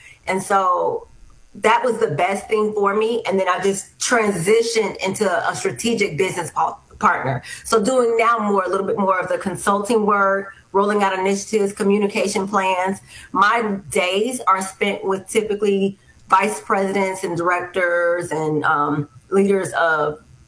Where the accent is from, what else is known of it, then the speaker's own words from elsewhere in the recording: Miami, Florida, United States; Well, I'm originally from Miami, Florida. So I like to call Miami home. My father was in the military and I was a military brat. So we did travel around